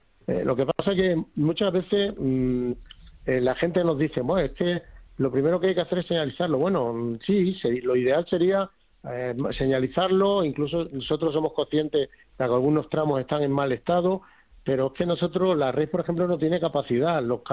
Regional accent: Guadalupe, Extremadura, Spain; Ya no solo por las personas que somos de Guadalupe, que queremos a Guadalupe, sino un poco por lo que representa, ¿no?

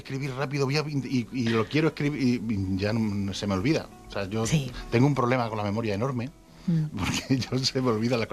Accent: Extremadura, Spain; las zonas donde yo me crié de pequeño, a Extremadura en general

